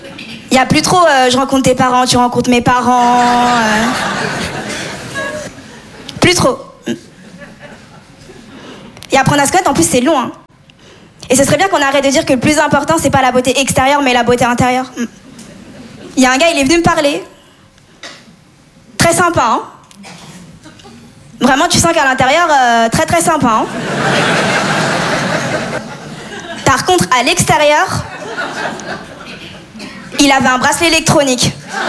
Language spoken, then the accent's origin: French; Comoros; also born or lived in Mayotte / Madagascar; Je suis comorienne, maorèse malgache. C'est des îles dans l'océan Indien. Ce qui explique mon teint aussi.